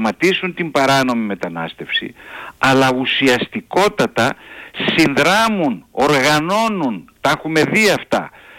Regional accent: Greece; εμείς ως Έλληνες

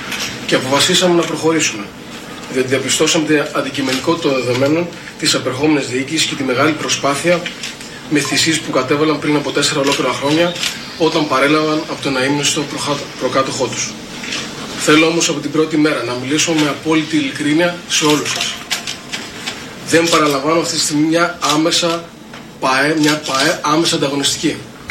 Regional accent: Larissa, Thessaly, Greece; Την ευθύνη απέναντι στην ιστορία της ΑΕΛ, απέναντι στην πόλη της Λάρισας, απέναντι στην πόλη μου.

